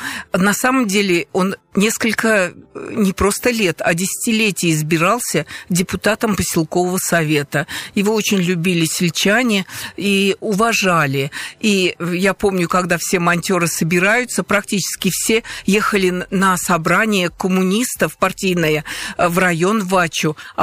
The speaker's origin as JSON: {"language": "Russian", "region": "Nizhny Novgorod Oblast", "country": "Russia", "tie": "born there", "also_born_or_lived": "Dzerzhinsk", "said": "мы уже приехали из Дзержинска и жили в сельской местности. Я училась в Филинской, в обычной школе"}